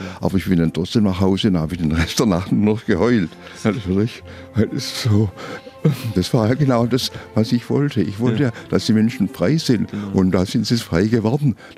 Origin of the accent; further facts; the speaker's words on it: Berlin, Germany; Also ich bin Berliner, also ich gehöre nach Berlin.